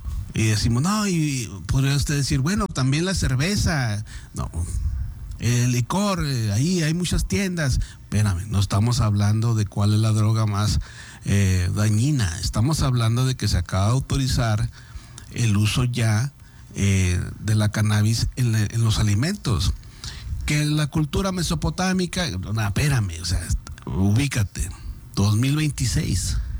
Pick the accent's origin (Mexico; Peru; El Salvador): Mexico